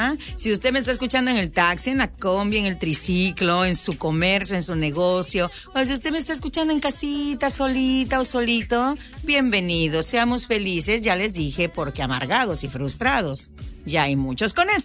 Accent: Mexico; El chiste es que somos mexicanos.

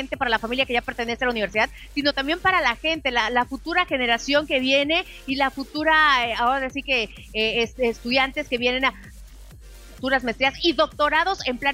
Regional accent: Mexico; como buen mexicano, que siempre dejamos todo al último

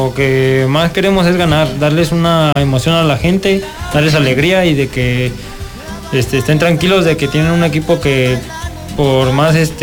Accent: Cuautitlán, State of Mexico, Mexico; now in Tapachula, Mexico; yo soy originario de Cuautitlán, México, soy del Estado de México.

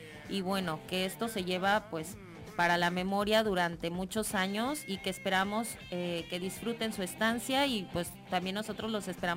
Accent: Oaxaca, Mexico; la hospitalidad que nos distingue como oaxaqueños también.

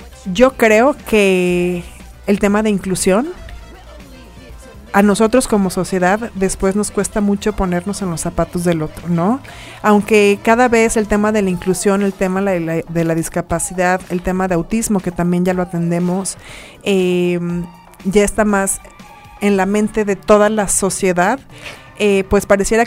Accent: Mexico; de sentirnos orgullosos de lo que hemos podido lograr juntos como mexicanos.

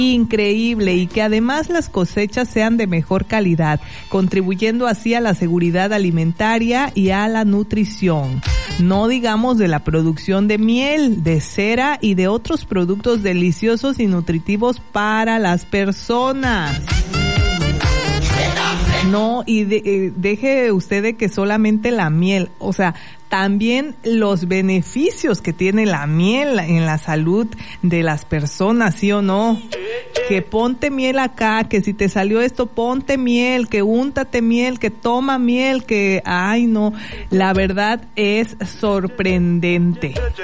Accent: Mazatán, Mexico; moved away; yo fui a Mazatán, allá mi pueblito, pues resulta que mi papá tiene un árbol de guanábana.

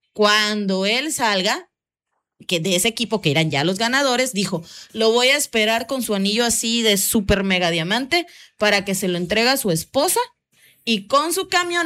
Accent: Mexico; nosotros como mexicanos

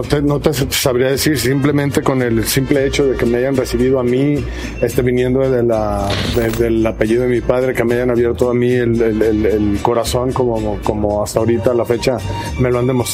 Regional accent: Jalisco, Mexico; Y pues espectacular, muy agradecido con mi tierra, con Jalisco, siempre

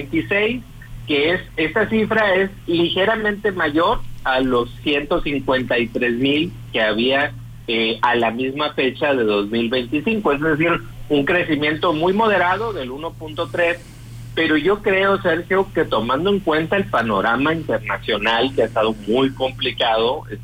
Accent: Hermosillo, Sonora, Mexico

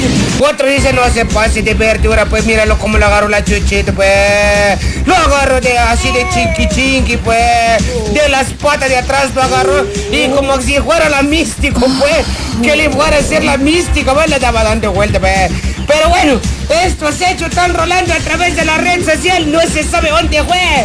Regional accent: Mexico; Ya ve usted cómo somos los mexicanos, pues

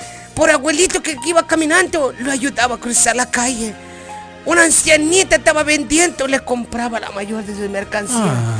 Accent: Chenalhó, Chiapas, Mexico; Hace unos años y unos ayeres allá cerca de mi pueblo del Chenalo, se llevaba una velación a cabo.

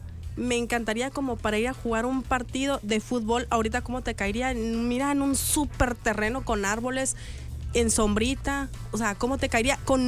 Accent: Mexico; Pues claro, como muy mexicanos que somos.

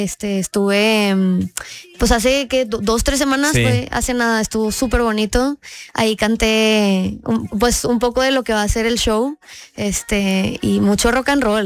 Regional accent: Monterrey, Nuevo León, Mexico; Soy de Monterrey.

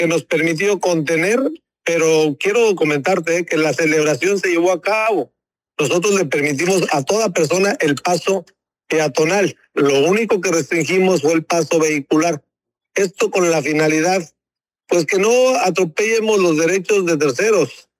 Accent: Mexico; así somos los mexicanos

